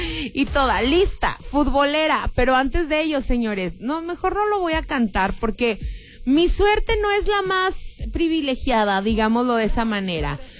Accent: Mexico

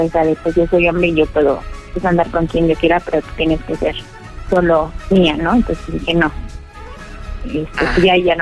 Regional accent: Iztapalapa, Mexico City, Mexico; Soy de Iztapalapa.

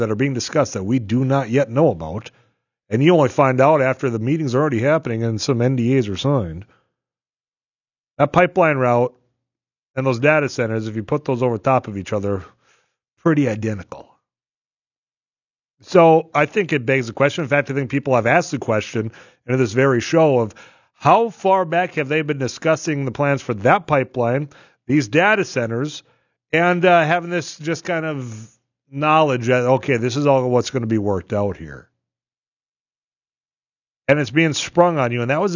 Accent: Leeds, North Dakota, United States; the townships met in Leeds, my hometown

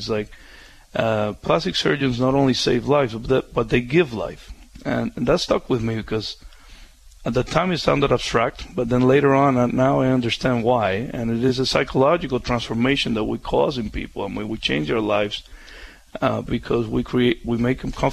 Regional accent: Cuba; English is a second language; also born or lived in New Jersey; now in United States

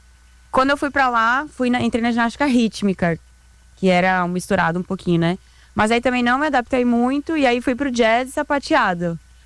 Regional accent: São Paulo, Brazil; eu morava aqui em São Paulo, eu nasci aqui em São Paulo. E aí, aqui em São Paulo, eu comecei na ginástica olímpica. Aí me mudei pra Recife, porque meus pais se mudaram por conta de trabalho.

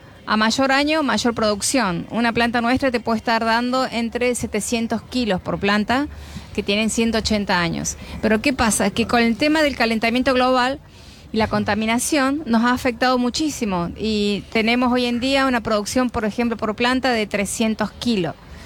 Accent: Villa Mazán, La Rioja, Argentina; Somos productores de La Rioja, de Villa Mazán, hace más de 180 años.

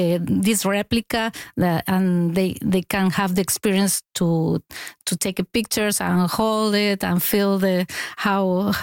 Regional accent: Argentina; now in Montreal, Canada; I come from Argentina.

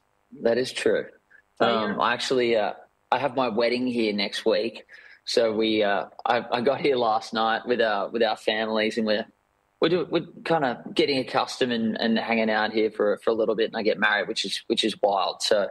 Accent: Sydney, New South Wales, Australia; moved away as an adult; now in Nashville, United States; So that's the suburb I grew up in Sydney there, Seaforth.

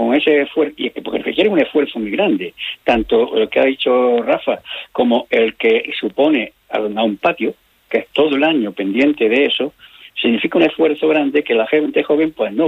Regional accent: Córdoba, Andalusia, Spain; Es que lo de los patios me lleva a mi infancia. Yo me crié en un patio en San Basilio.

